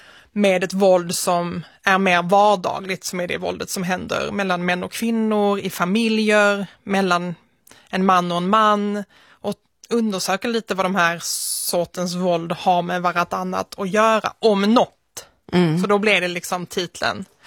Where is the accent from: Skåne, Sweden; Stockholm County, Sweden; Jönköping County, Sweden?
Skåne, Sweden; Malmö; also born or lived in Nötersjö; Solgårda utanför Svedala, som heter Nötersjö, en liten by. Och sen så flyttade jag in till Malmö när jag var 5 år gammal ungefär. Men mina första år i livet växte jag upp där ute.